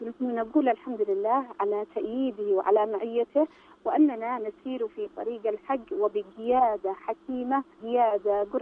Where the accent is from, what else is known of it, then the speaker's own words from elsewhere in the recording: Yemen; ونحن كشعب يمني مؤمن